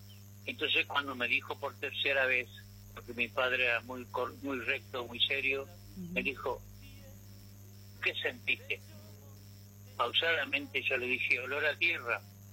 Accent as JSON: {"language": "Spanish", "region": "Entre Ríos", "country": "Argentina", "said": "mi tierra entrerriana."}